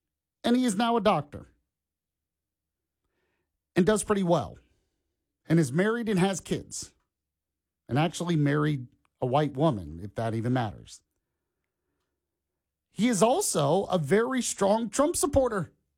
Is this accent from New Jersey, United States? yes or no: no; Orlando, Florida, United States; Born and raised close to where I grew up in Orlando, Florida.